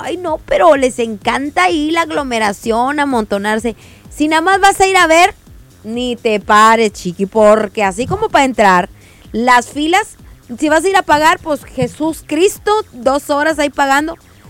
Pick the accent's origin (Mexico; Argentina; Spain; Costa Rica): Mexico; Monterrey, Nuevo León; así somos los regios